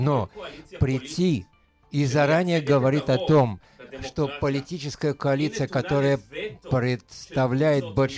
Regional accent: Haifa, Haifa District, Israel; Я рос в Хайфе на Адаре, там очень много русскоговорящих людей.

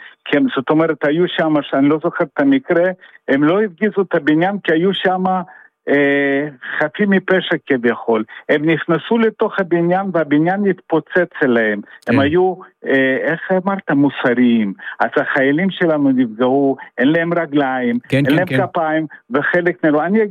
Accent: Lithuania; Hebrew is a second language; אני ליטאי. אני יהודי, קודם כל אני יהודי.

